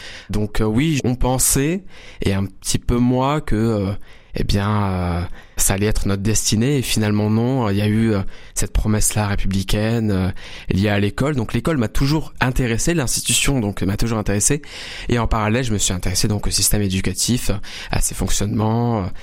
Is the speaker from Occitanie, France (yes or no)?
yes; Montpellier, Occitanie, France; je suis né à Montpellier, j'ai fait mes études ici, toujours dans la même ville. Mes parents ont grandi ailleurs, en Algérie, donc ensuite ils sont arrivés ici en France.